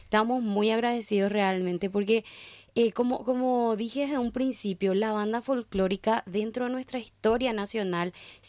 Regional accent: Paraguay; no solamente como paraguayos

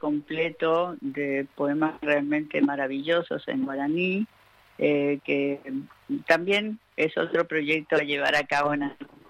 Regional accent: Buenos Aires, Argentina; moved away; yo, a pesar de haber nacido y crecido en la Argentina, me recibí de médica también en la Universidad de Buenos Aires. Yo hablo guaraní, lo entiendo perfectamente, porque todos los hijos de paraguayos que estaban radicados en la Argentina

